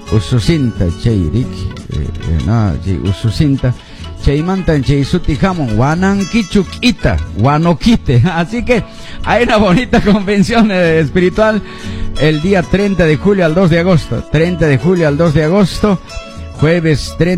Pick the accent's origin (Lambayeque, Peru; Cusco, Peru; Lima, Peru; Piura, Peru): Cusco, Peru; Huanoquite, Paruro province; en el distrito de Huanoquite, en la provincia de Paruro, mi tierra linda.